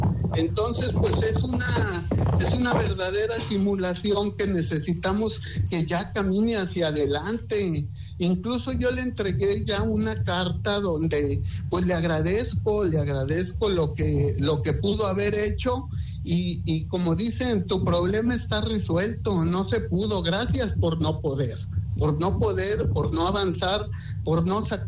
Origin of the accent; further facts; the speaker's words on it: San Luis Potosí, Mexico; no la vemos los potosinos